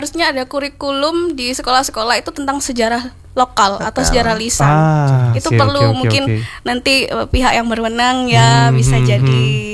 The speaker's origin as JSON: {"language": "Indonesian", "town": "Jember", "region": "East Java", "country": "Indonesia", "said": "kita orang Jember"}